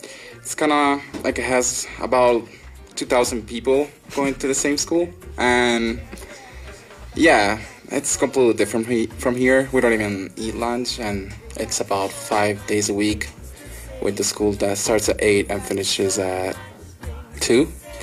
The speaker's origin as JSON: {"language": "English", "town": "Milan", "region": "Lombardy", "country": "Italy", "second_language": "English", "lives_now": "United States", "said": "So, I'm from Milan. It's a pretty big city with about like 3 million people living there. I would say bigger than Denver."}